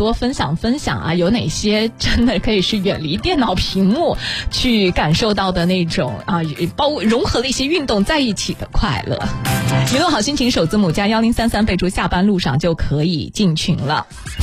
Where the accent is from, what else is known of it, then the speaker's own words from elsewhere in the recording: Xuzhou, Jiangsu, China; 这个周末咱们徐州